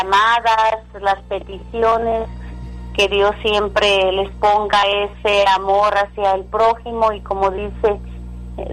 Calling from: Reno, Nevada, United States; estoy llamando de Reno, Nevada.

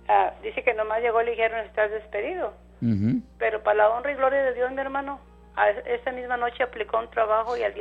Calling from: Brownsville, Texas, United States

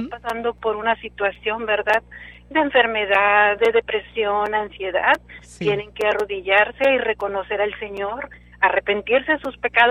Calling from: Edinburgh, Scotland, United Kingdom; De Edimburgo.

